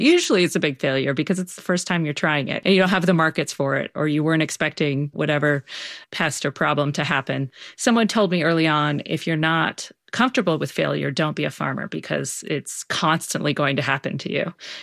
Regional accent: Baltimore, Maryland, United States

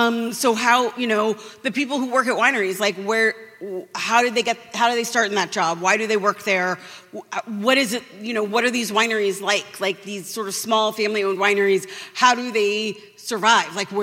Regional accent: California, United States; but also I grew up in California, so I'm always confused when people ask me questions

